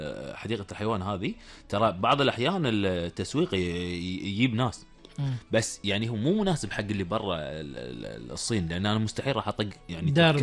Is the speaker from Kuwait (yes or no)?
yes; Kuwait; عندنا بالكويت